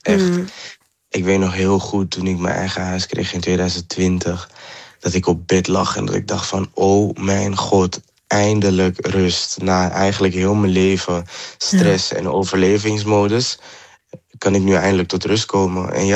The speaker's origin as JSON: {"language": "Dutch", "town": "Amsterdam", "region": "North Holland", "country": "Netherlands", "said": "Maar omdat ik oorspronkelijk van Amsterdam ben, werd ik overgeplaatst naar een crisisopvang in Amsterdam."}